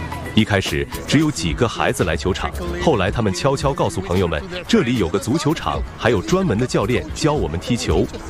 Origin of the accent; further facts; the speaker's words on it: Italy; now in Miami, United States; 用我们意大利话说